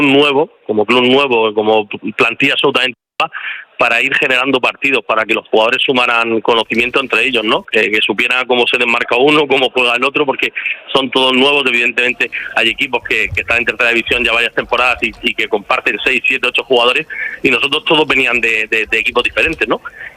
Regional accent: Murcia, Region of Murcia, Spain; tengo mucha vinculación con el pueblo, aunque, como sabes, soy de Murcia

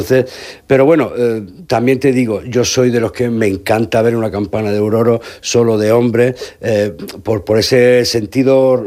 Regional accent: Region of Murcia, Spain; Eso siendo murciano es un pecado mortal. O sea, fuera de Murcia.

